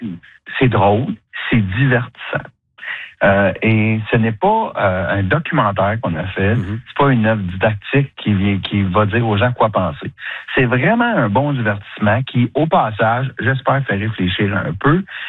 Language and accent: French; Drummondville, Quebec, Canada; moi je viens de Drummond, je l'ai dit, là.